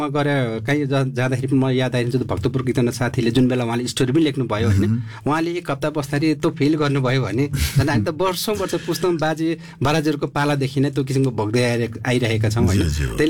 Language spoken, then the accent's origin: Nepali; Dhankuta, Koshi Province, Nepal; मेरो गाउँ धनकुटा हो, म गाउँमा बस्छु